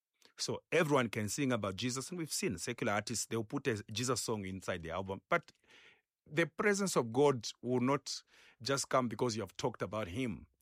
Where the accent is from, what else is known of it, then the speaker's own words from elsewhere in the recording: Chipata, Eastern Province, Zambia; I come from Rulo Chipata, where we use pit latrines when it's almost full.